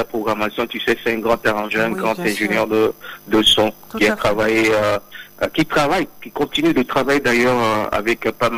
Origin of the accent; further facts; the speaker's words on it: Lomé, Maritime, Togo; elle a une très belle chanson qui tourne chez nous à Lomé.